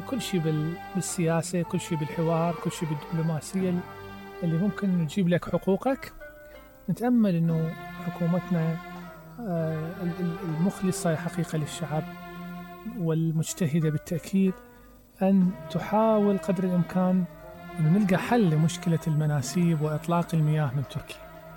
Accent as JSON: {"language": "Arabic", "country": "Iraq", "said": "نعرف احنا العراق منذ كان هو بلد زراعة"}